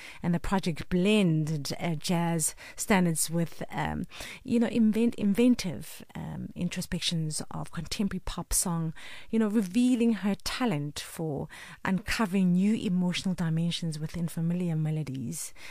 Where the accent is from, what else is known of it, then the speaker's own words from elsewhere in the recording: South Africa; I mean, I'm not French. I'm South African.